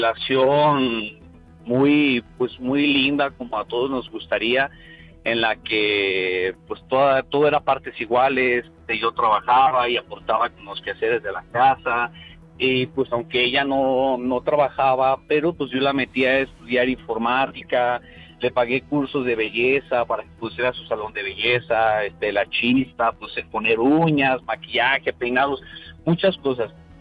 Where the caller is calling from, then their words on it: Guadalajara, Jalisco, Mexico; Tengo 36 años y hablo de Guadalajara, Jalisco.